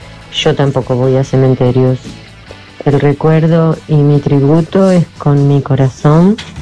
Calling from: Manuel B. Gonnet, Buenos Aires, Argentina

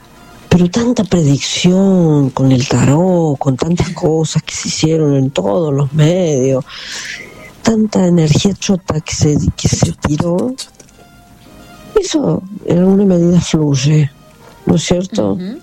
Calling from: Córdoba, Argentina; de Córdoba Capital.

